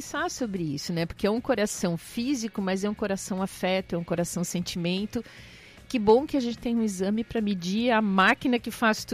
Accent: Rio Grande do Sul, Brazil; depois do sotaque do meu estado, que eu nasci no Rio Grande do Sul, o sotaque mais bonito que tem no Brasil, acho que é do povo de Minas.

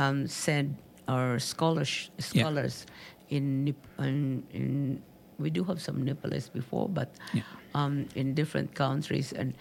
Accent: Ormoc, Eastern Visayas, Philippines; moved away; That happens as well in my hometown in Ormoc City.

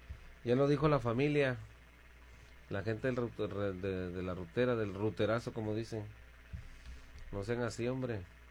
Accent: Ciudad Juárez, Chihuahua, Mexico; Así no somos los de Juárez

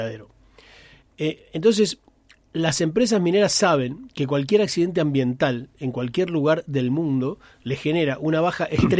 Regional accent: Argentina

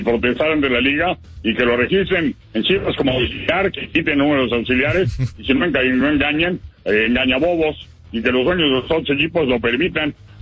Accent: Mexico; porque sí somos los periodistas mexicanos.

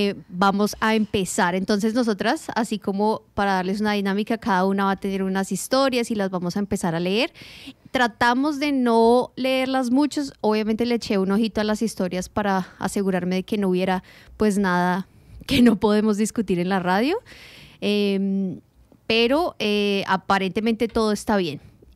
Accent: Mexico; now in Australia; soy mexicana y llevo tantos años en Australia que ya mezclo el órale con el no worries.

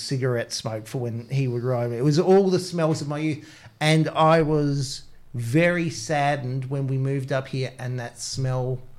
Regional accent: Australia; moved away; I grew up in the Mallee, moved away, came back to the Mallee for about 7 years before we moved up here.

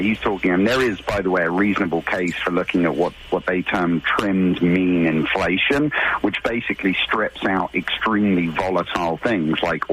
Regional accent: England, United Kingdom; now in United States; I'm from England, Great Britain originally, but I'm an American citizen.

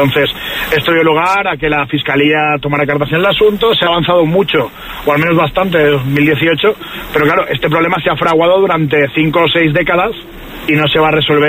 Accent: Valencia, Valencian Community, Spain

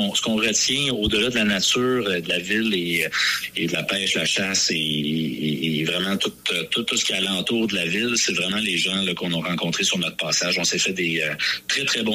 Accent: Joliette, Quebec, Canada; also born or lived in Montreal; Moi, je suis originaire de Joliette, ma femme de la Rive-Nord de Boisbriand. Mais les dernières années ont été passées à Montréal.

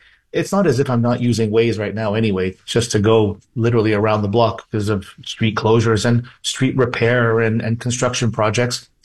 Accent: Montreal, Quebec, Canada; every time we travel, people say, hey, where are you from? You say Montreal.

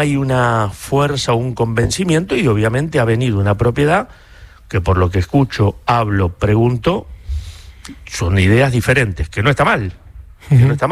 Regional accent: Argentina; Y yo como argentino soy un agradecido.

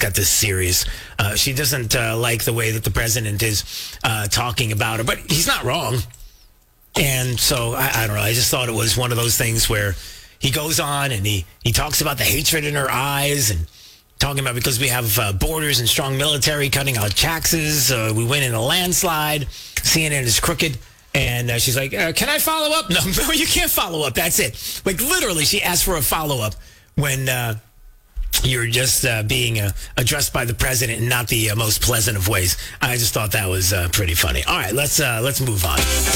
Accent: Alabama, United States; I'm still from Alabama.

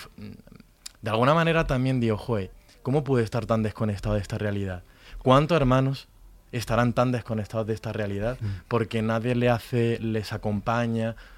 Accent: Andalusia, Spain; yo... que soy de Andalucía y que pertenecía a la Asociación 22Q de Andalucía, no había mucho, hay muy poco.

